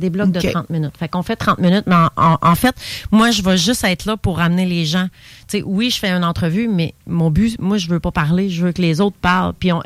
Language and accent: French; Portneuf, Quebec, Canada; je suis de Portneuf.